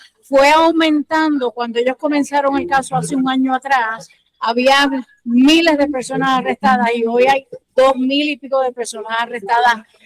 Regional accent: Puerto Rico; Yo, como puertorriqueña

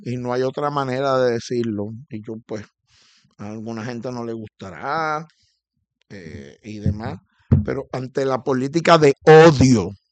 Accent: Puerto Rico; nosotros los puertorriqueños

